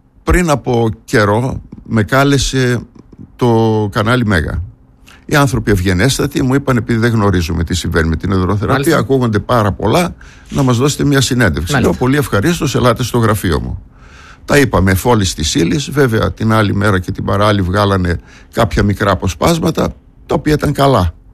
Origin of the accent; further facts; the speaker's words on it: Greece; ότι είμαι ένας Έλληνας του εξωτερικού με αυτές τις ειδικότητες, τις σπάνιες, και θέλω να έρθω ξανά στην Ελλάδα να συμβάλλω, εν πάση περιπτώσει, όσο μπορώ στην πατρίδα μου.